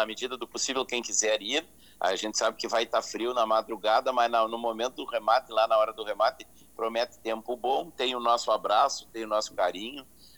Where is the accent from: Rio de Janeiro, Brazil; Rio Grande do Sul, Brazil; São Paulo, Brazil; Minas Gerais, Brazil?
Rio Grande do Sul, Brazil; nós como bons gaúchos temos que estar felizes com a chegada desse inverno